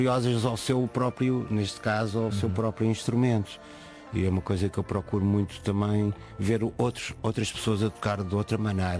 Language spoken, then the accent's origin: Portuguese; Lisbon, Portugal; o sítio onde eu nasci, que sou mesmo de Lisboa, adoro Lisboa